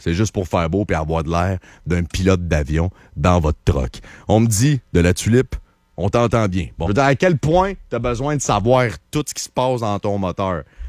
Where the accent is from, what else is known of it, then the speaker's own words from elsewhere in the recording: Quebec, Canada; Je suis un Québécois, je fais partie du peuple.